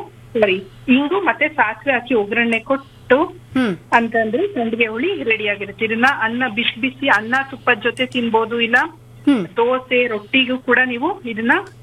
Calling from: Tumakuru, Karnataka, India

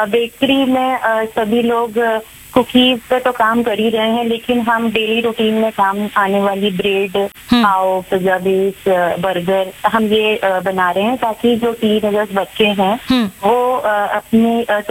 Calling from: Raipur, Chhattisgarh, India; मैं यहाँ रायपुर छत्तीसगढ़ से हूँ जैसा कि मैंने बताया

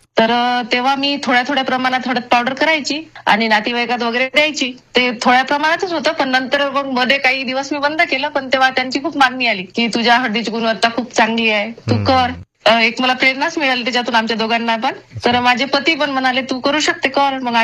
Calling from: Yavatmal district, Maharashtra, India; मी खोपडी मिरासे इथे राहते, तालुका दारव्हा आणि जिल्हा यवतमाळ.

